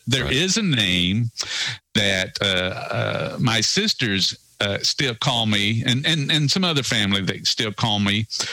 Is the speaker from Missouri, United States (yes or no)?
yes; Joplin, Missouri, United States; born there; also born or lived in Kansas City; Yeah, well, actually, I was born in Kansas City, and my family and I, we lived in Kansas City the first 5 years of my life. And then we moved to back down to Joplin. My parents were originally from Joplin anyway